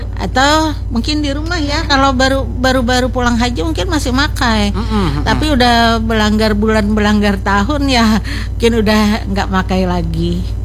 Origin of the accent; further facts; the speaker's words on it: South Kalimantan, Indonesia; Kalau berbicara tentang hal tersebut, yang pertama sebagai orang Banjar ya, hendaknya tradisi-tradisi kita yang baik itu diteruskan.